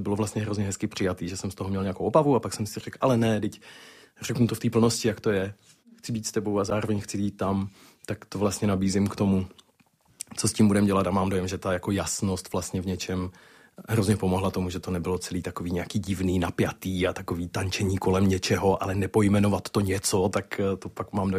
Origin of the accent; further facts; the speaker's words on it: Zlín Region, Czechia; A já jsem kluk z Valašska